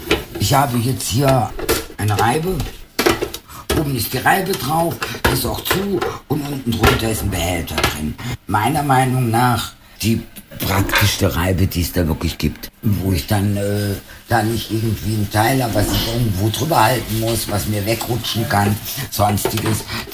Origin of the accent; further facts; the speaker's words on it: Spain; als Spanierin